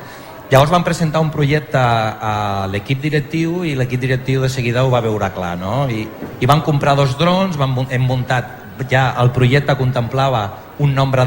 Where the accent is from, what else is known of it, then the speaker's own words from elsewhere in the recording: Sant Boi de Llobregat, Catalonia, Spain; Si és que jo he crescut a Sant Boi, a la ciutat de Sant Boi, he estudiat a Sant Boi, he treballat a Sant Boi, Sant Boi m'ha donat el millor de la meva vida.